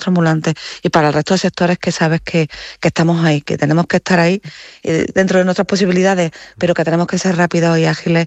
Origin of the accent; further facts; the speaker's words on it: Córdoba, Andalusia, Spain; los cordobeses